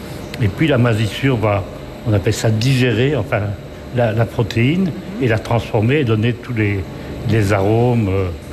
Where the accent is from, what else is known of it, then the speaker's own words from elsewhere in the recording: Bastogne, Wallonia, Belgium; born there; also born or lived in Digny; now in Condroz, Belgium; Je suis, comme beaucoup de Belges, nulle part. Hein. Je suis flamand d'origine, né à Bastogne. J'habitais longtemps à Digny. Et bah, on a adopté le Condro quand je me suis marié, la première fois.